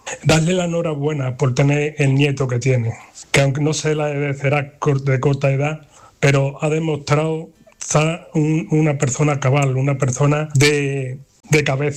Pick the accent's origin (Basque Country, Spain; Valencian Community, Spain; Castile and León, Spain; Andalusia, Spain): Andalusia, Spain; Brenes; Muy buenas madrugadas … de Brenes.